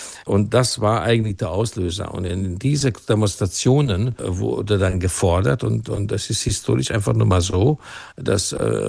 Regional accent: Hungary; now in Germany; das war für mich natürlich als ein geflüchteter Ungar, also mein Geburtsland und meine Heimat Deutschland war nie mehr verbunden als in diesem Augenblick

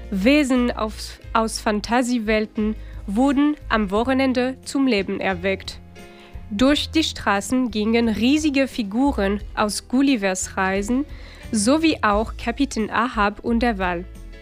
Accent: Brittany, France; Also ich glaube, es ist jetzt bewusst, dass meine Heimat in Frankreich die Bretagne ist.

